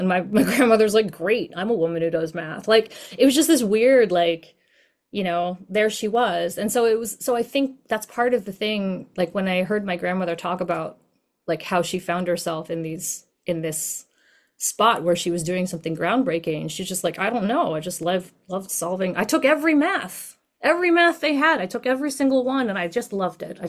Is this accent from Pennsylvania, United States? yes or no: yes; Philadelphia, Pennsylvania, United States; now in San Francisco Bay Area, United States; I grew up in Philadelphia